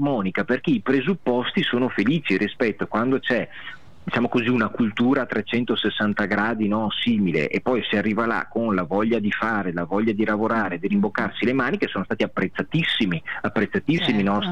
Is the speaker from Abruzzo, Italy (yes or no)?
no; Veneto, Italy; accent: Venetian dialect; io parlo però in dialetto veneto